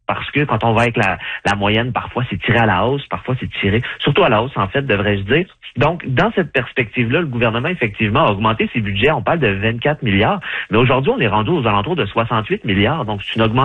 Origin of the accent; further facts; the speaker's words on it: Quebec, Canada; en tant que Québécois qui doit être soigné, ben moi, je débourserai pas plus quand je vais aller là.